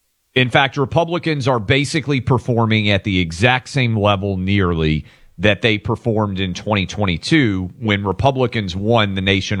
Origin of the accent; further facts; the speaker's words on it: Tennessee, United States; Places like my home state of Tennessee are now coming online.